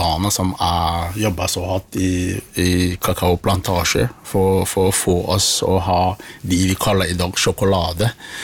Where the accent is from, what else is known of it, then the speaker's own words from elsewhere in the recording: Limbe, Southwest Region, Cameroon; now in Halden, Norway; Jeg er opprinnelig fra Kamerun.